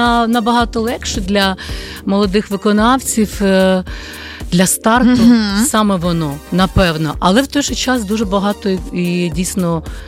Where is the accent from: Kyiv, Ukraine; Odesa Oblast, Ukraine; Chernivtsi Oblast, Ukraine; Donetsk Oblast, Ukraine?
Chernivtsi Oblast, Ukraine; Chernivtsi; born there; Я дівчинка, яка народилась в Чернівцях і дуже довго весь час своє дитинство займалась музикою, так, співала.